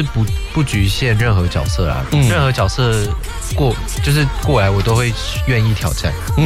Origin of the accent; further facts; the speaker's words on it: Malaysia; 虽然我是马来西亚人